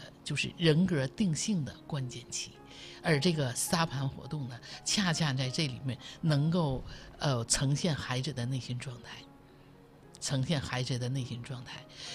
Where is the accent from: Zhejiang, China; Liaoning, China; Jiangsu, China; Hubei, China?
Liaoning, China; Jinzhou; 就是我是生在锦州，长在锦州，住的地方就没离开过临河区，就没离开过临河区。